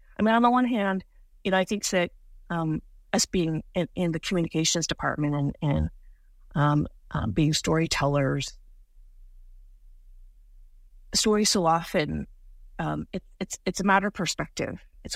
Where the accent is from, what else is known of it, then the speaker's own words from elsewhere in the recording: United States; I'm a kid growing up in America